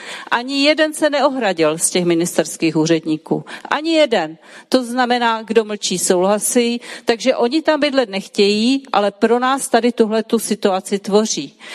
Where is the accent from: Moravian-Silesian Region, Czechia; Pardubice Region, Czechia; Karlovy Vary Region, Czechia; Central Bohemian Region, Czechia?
Moravian-Silesian Region, Czechia; Ostrava; born or raised there; moved away